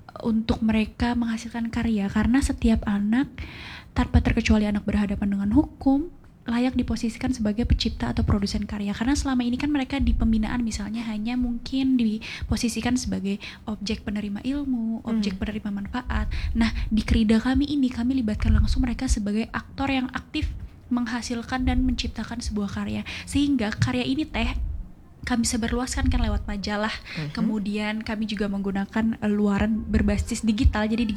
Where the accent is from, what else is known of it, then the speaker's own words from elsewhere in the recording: Bekasi, West Java, Indonesia; Kebetulan aku orang Bekasi